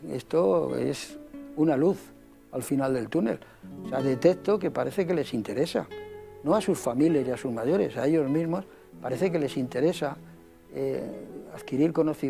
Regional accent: Madrid, Community of Madrid, Spain; born there; also born or lived in Seville / Marbella; Yo soy madrileño, nacido en Madrid, al ladito, entre las ruinas del cuartel de la Montaña y la Plaza de España. Ya lo he dicho en alguna ocasión, nacido como se nacía, en los domicilios, con asistencia de comadrona

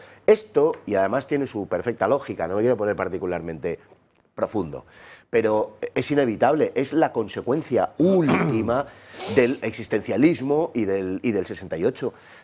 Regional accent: Spain

